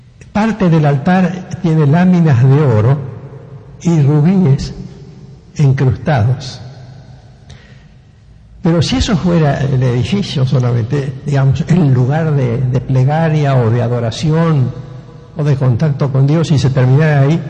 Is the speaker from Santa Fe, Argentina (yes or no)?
yes; Rosario, Santa Fe, Argentina; los que me conocen como rosarino de toda la vida saben que soy un hombre que no tengo vastos recursos ni nada